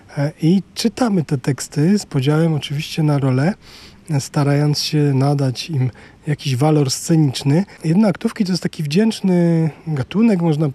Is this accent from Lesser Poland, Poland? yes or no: no; Silesian Voivodeship, Poland; my, Ślązacy, lubimy nie tylko go dać, ale słuchać, jak się do nas godo.